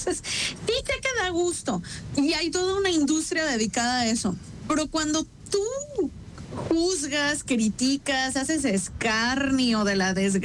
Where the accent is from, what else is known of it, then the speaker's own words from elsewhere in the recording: Mexico; now in Spain; Y yo, es que soy mexicana.